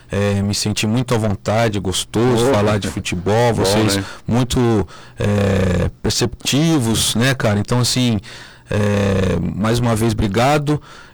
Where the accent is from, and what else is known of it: Brazil